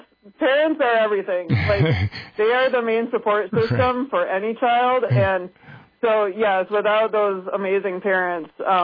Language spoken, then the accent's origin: English; Port Huron, Michigan, United States; I grew up in Port Huron, Michigan, and we were not a competitive marching band.